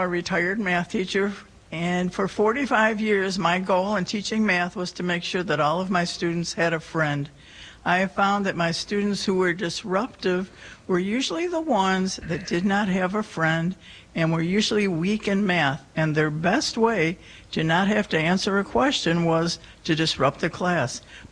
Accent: Friendswood, Texas, United States; I am from Friendswood, Texas.

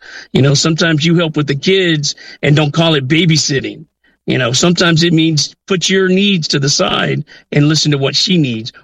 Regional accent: the South, United States; I grew up on wrestling in the South.

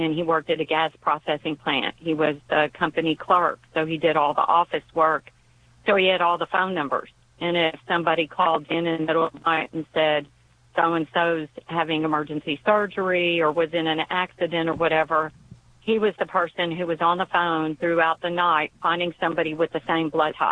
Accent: Ely, Texas, United States; I'm actually from Ely, mm-hmm. Texas, which is about 20 miles east of Columbus.

